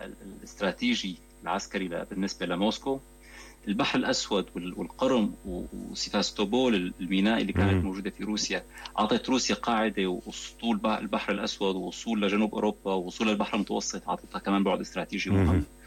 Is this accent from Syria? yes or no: yes; Syria; كإنسان كسوري